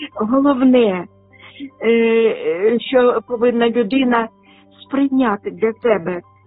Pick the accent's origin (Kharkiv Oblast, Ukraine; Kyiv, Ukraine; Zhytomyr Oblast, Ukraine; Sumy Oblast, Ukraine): Sumy Oblast, Ukraine; Sumy; на моє рідне місто Суми